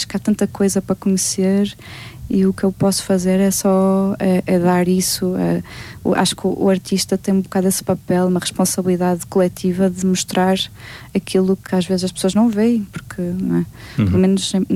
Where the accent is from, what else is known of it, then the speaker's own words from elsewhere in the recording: Norte, Portugal; accent: nortenho; moved away; also born or lived in Vila Real / Denmark; o mirandês também é algo que sempre estava na parte de trás da minha cabeça enquanto transmontana. Ela existia, mas eu não falava mirandês com ninguém, porque em Vila Real